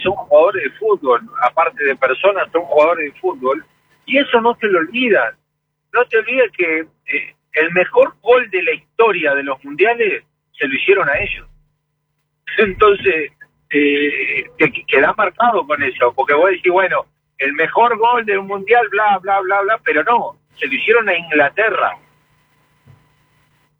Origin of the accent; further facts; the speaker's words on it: Argentina; somos argentinos.